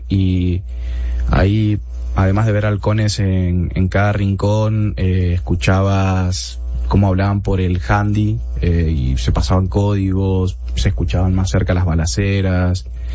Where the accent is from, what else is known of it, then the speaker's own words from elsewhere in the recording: Chaco, Argentina; now in Nuevo Laredo, Mexico; Una de las diferencias más grandes que me encontré con Tamaulipas cuando llegué es que en Argentina, la tasa de robos y de delincuencia está un poquito por encima de la media últimamente.